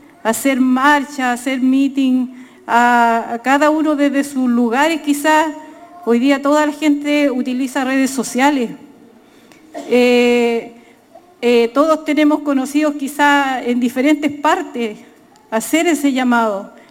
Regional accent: Chile; La solidaridad entre nosotros como mapuches chilenos que estamos en resistencia es lo principal para llevar adelante esto

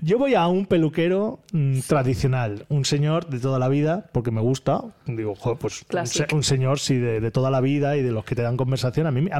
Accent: La Rioja, Spain; Porque claro, ve que no soy de aquí, que soy riojano porque no tengo el acento del albaicín.

